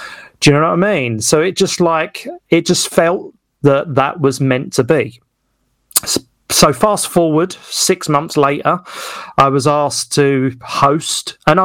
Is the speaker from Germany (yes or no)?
no; Westcliff-on-Sea, East of England, United Kingdom; doing a show in Westcliff in my hometown